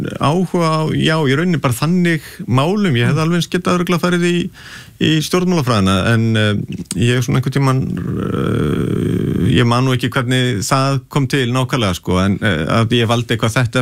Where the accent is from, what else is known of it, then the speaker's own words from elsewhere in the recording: Garðabær, Capital Region, Iceland; also born or lived in Breiðholt; Jú, ég alinu upp í Garðabæ hérna flutti tveggjara gamall úr Breiðholtinu og í Garðabæin